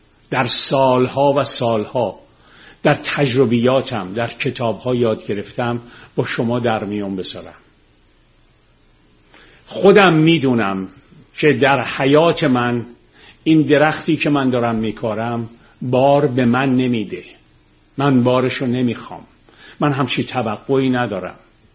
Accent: Tehran, Tehran Province, Iran; چون ما تو گل و شل بزرگ شدیم، من روزی که خیابون کوچه های تهران رو تیر میذاشتن که سیم برق بکشن یادمه.

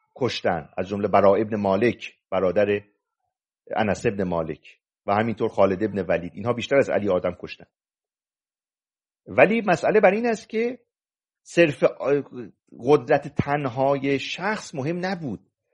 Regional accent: Mazandaran, Iran

